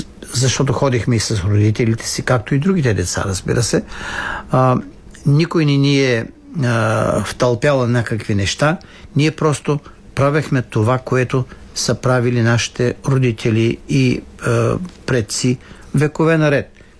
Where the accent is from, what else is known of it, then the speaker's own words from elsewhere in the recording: Haskovo, Haskovo Province, Bulgaria; аз в Хасково, откъдето съм роден, живях до 58-ма година, тогава отидох в семинарията.